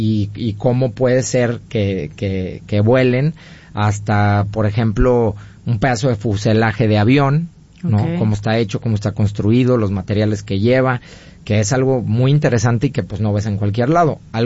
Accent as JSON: {"language": "Spanish", "country": "Mexico", "said": "como buenos mexicanos que somos"}